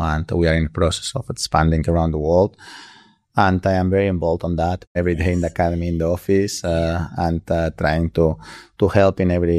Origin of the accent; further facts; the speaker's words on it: Mallorca, Balearic Islands, Spain; we are from Mallorca. We are a small island. Well, not that small, but and we are from a village now.